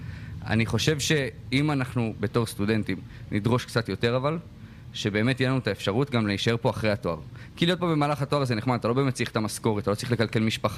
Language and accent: Hebrew; Northern Israel, Israel; אני צפוני במקור, לא במקור מפה.